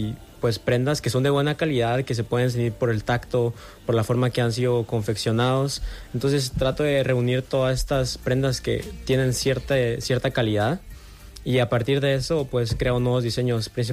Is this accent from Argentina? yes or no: no; Guatemala; moved away; Yo soy de Guatemala